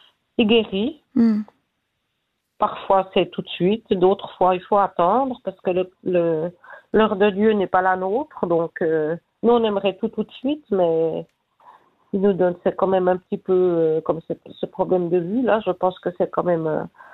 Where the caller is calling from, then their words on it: Delémont, Jura, Switzerland; j'habite à Delémont.